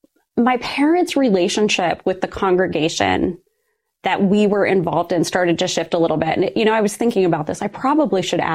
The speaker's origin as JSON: {"language": "English", "region": "Ohio", "country": "United States", "tie": "born or raised there", "said": "So I grew up in a very rural part of Ohio, and my family, we were church goers."}